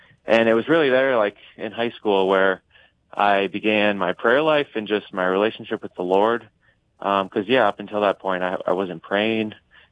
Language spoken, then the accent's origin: English; Jamestown, North Dakota, United States; I grew up in Jamestown, North Dakota, just an hour and a half west of Fargo. And yeah, I grew up there too. Catholic family, we were raised in the sacraments.